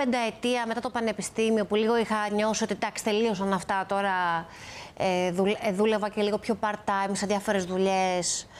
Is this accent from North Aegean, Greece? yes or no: no; Athens, Attica, Greece; ο μπαμπάς μου ήταν από το Λαφίστη Βιωτίας. Εγώ γεννήθηκα στην Αθήνα και μεγάλωσα στην Αθήνα.